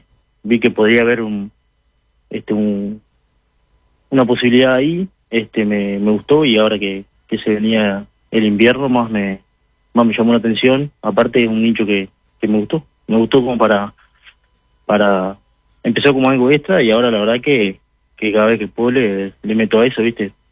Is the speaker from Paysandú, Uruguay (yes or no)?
yes; Paysandú, Uruguay; soy del interior, soy de país. Ahora estoy estudiando en Salto.